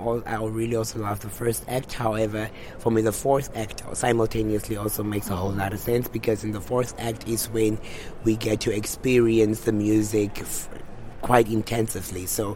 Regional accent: Namibia

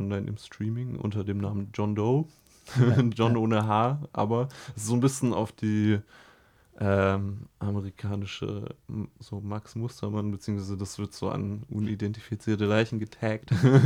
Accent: Heidelberg, Baden-Württemberg, Germany; born or raised there

